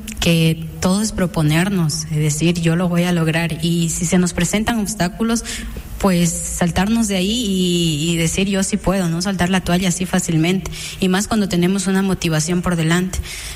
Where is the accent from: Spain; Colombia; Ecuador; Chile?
Ecuador; Pindal, Loja; Yo vengo desde la comunidad de Guayabal, el cantón Pindal.